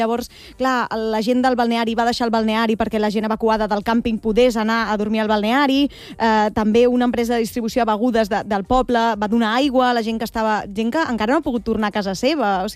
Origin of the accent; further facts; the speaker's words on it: Caldes de Montbui, Catalonia, Spain; és el meu poble, és Caldes, la urbanització El Farell, és el lloc on he crescut, és la muntanya que he vist tota la meva vida